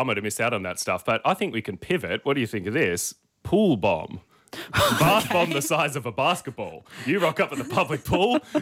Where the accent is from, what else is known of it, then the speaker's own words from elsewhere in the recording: Echuca, Victoria, Australia; As a river dweller, growing up in Echuca, it literally means three rivers, all of them.